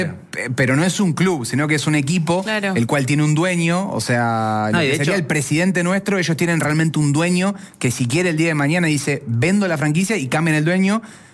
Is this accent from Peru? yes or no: no; Argentina; para nosotros como argentinos o como sudamericanos, latinoamericanos